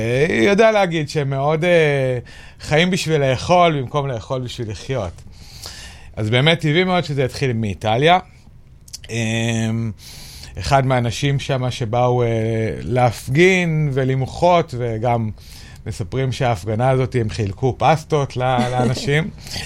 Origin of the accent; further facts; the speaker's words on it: Jerusalem, Jerusalem District, Israel; moved away; נולדתי וגדלתי בירושלים, רק אחר כך עברנו לערים שמחוץ לירושלים.